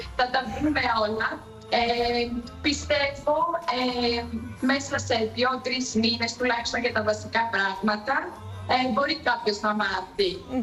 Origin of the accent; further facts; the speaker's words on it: Larissa, Thessaly, Greece; moved away as an adult; now in London, United Kingdom; Η καταγωγή μου είναι από τη Λάρισα και τα τελευταία 9 χρόνια ζω στο Λονδίνο.